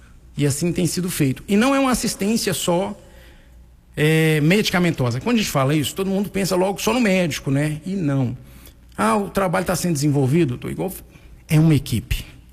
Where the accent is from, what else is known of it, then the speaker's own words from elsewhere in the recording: Minas Gerais, Brazil; moved away as an adult; now in Caetité, Brazil; Eu sou mineiro, né? Não sou baiano, né?